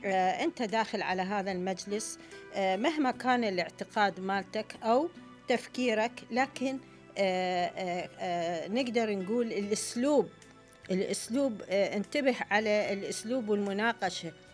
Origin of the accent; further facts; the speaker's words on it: Iraq; moved away; أنا أتكلم عن بلدي العراق